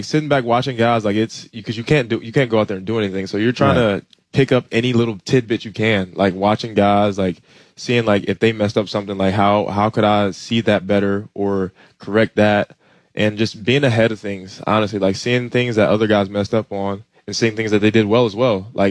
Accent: Mobile, Alabama, United States; I'm originally from Mobile, Alabama.

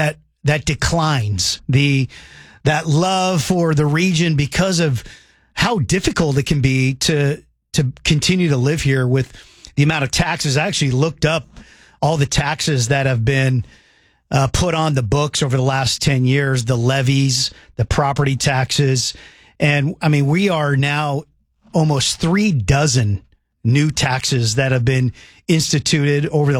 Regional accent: Edmonds, Washington, United States; I grew up in Edmonds, and those of you who know Edmonds are like, oh man, Edmonds, that's a little hoity toity. But I was not an Edmonds Bowl person. I was a closer to Highway 99 Edmonds

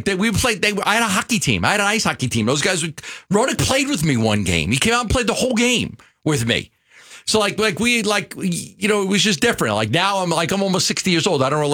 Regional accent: New York, United States; I wasn't really a Phoenician. I was a New Yorker. I was a kid from New York doing a show.

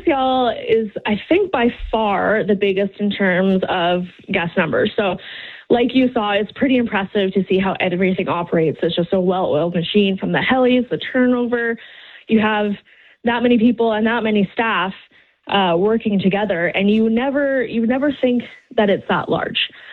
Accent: Rivers Inlet, British Columbia, Canada; So I grew up in Rivers Inlet. So my parents bought an old cannery, Wadham's Cannery, early 90s. And turned it into a fishing lodge. So built a few cabins, grew up there

